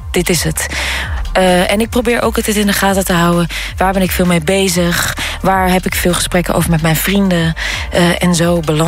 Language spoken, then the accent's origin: Dutch; Netherlands; Wij zijn ook Nederlanders.